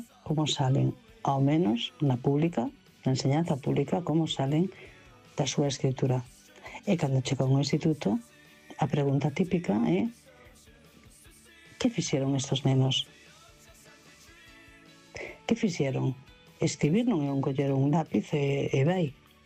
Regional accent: Vigo, Galicia, Spain

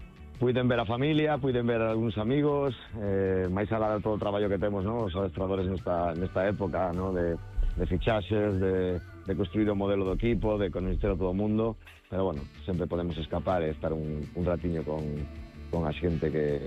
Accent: Galicia, Spain; eu que son moi galego, non? Son moi da miña terra

